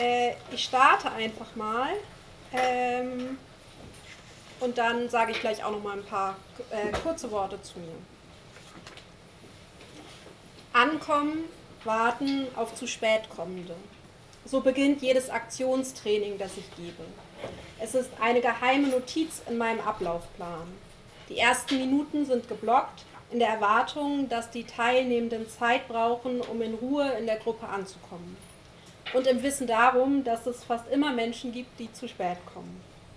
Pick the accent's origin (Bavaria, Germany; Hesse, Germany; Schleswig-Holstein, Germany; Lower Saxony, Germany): Lower Saxony, Germany; ich wurde im Wendland geboren